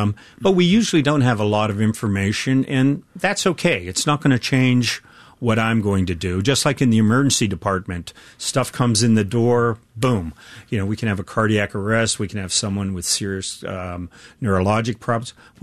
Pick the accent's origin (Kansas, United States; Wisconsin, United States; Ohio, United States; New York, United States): Ohio, United States; Steubenville; So one week covering the ER where I grew up in Steubenville, Ohio, it was that model in our hospital.